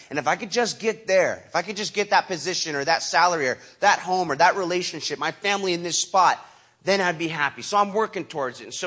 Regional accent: Huntington Beach, California, United States; we stashed the other one in my dad's garage in my hometown. So I get stitched up by the dock in Coronado, San Diego. And I go, I'm going to go back and go drink that other keg of beer. So I make my way back to Huntington.

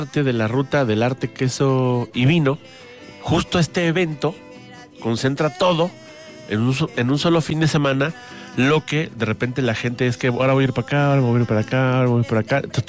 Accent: Ezequiel Montes, Querétaro, Mexico; mi pueblo, mi municipio, Chiquelemont es básicamente de semidesierto.

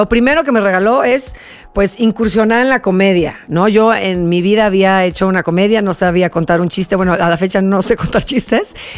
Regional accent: Mexico; born there; also born or lived in El Salvador; No, nada más nací ahí. Mis papás, bueno, mi papá trabajaba con mi abuelo que tenía disqueras en El Salvador, ajá, en Guatemala y en Panamá, y fuimos a vivir unos cuantos años. Nací yo, otro de mis hermanos, el que sigue, y como estábamos en la guerrilla, regresamos

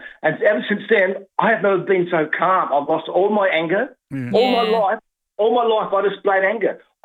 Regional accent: Australia; I was born in Australia. I was raised in the Australian culture.

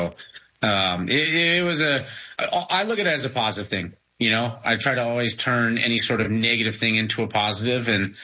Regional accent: United States

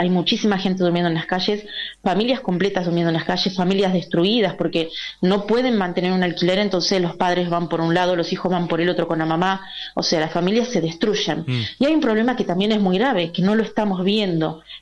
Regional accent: Argentina; acá es donde nosotros tenemos que poner el foco como argentinos, como trabajadores

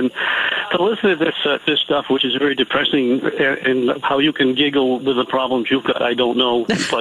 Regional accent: New Bedford, Massachusetts, United States; now in King and Queen Courthouse, Virginia, United States; I grew up in New Bedford.

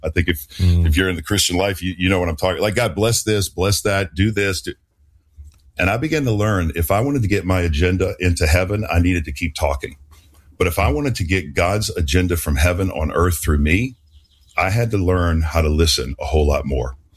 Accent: New Orleans, Louisiana, United States; But I had learned a practice growing up in New Orleans of how to eat fish and spit out the bones.

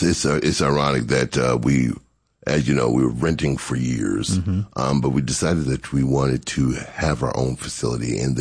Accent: Connecticut, United States; now in Chattanooga, United States; I'm originally from Connecticut. Mm-hmm. I'm a northern.

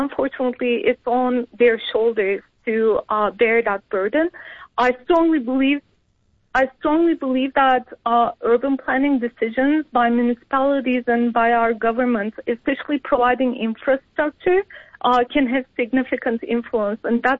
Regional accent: Istanbul, Turkey; now in Canada; I'm originally from Istanbul. I immigrated to Canada.

